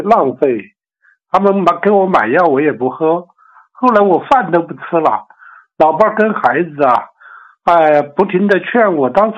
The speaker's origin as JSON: {"language": "Chinese", "town": "Suqian", "region": "Jiangsu", "country": "China", "said": "我是江苏宿迁的"}